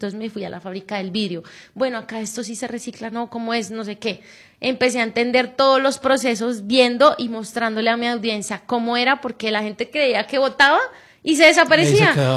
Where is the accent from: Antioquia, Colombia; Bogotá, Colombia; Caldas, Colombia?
Bogotá, Colombia; De Bogotá, soy de Bogotá, Colombia, un país muy hermoso también.